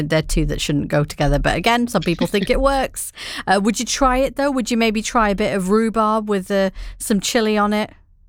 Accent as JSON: {"language": "English", "country": "India", "said": "in my culture anyway, I'm Indian."}